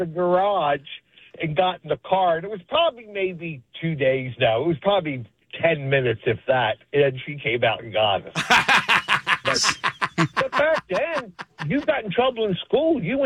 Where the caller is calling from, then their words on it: Harford County, Maryland, United States; No, I'm from Harford County.